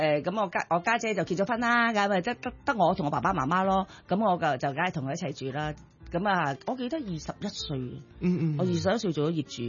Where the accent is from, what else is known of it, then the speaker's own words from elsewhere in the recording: New Territories, Hong Kong; 我石梨啊。